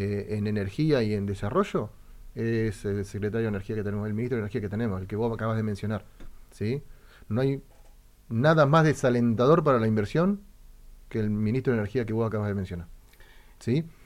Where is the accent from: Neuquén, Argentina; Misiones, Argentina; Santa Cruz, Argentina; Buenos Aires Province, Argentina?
Santa Cruz, Argentina; Y cuando yo les digo, primero y principal, soy de Santa Cruz.